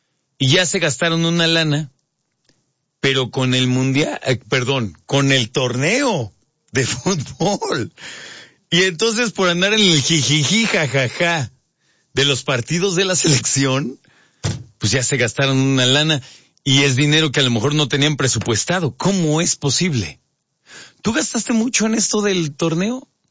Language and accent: Spanish; Mexico; nos estamos dando cuenta que las épocas que más disfrutamos como mexicanas y mexicanos son las épocas que terminan siendo nuestro mayor reto económico.